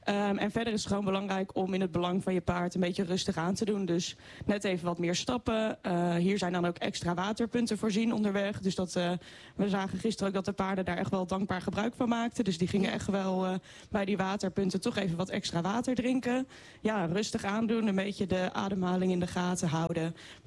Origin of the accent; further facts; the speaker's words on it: Zwolle, Overijssel, Netherlands; ik kom uit Zwolle